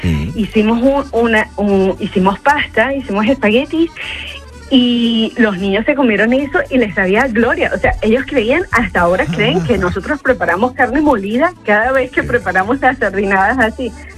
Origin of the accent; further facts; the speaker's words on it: Margarita, Nueva Esparta, Venezuela; Pues soy de Venezuela, vivíamos más o menos en la crisis del 2015 y habíamos ido a la playa porque vivíamos en Margarita.